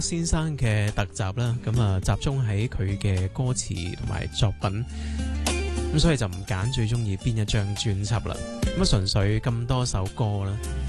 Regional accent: Hong Kong; 我们香港人

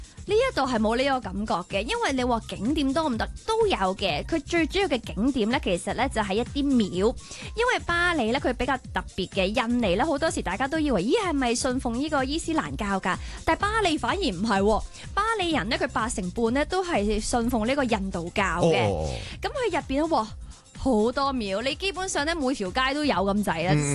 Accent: Hong Kong; 我哋香港人当然就唔会咁做啦

